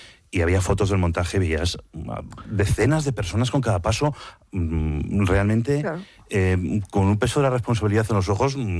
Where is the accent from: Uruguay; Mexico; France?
France; Digo, yo como francés diría otra cosa también.